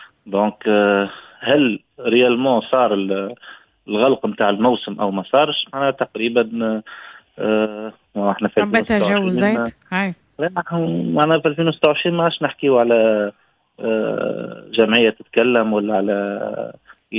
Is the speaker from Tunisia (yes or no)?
yes; Sfax Governorate, Tunisia; دونك احنا مستنسين في قرقنا نخدموا القرنيط